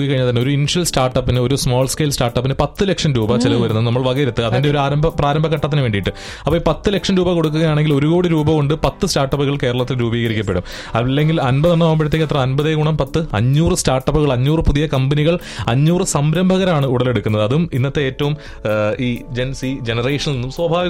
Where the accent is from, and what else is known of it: Kerala, India; moved away